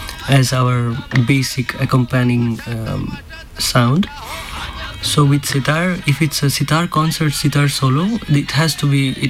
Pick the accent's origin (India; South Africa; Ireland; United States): India; we as an Indian in general believe in life incarnation and few lives before and after.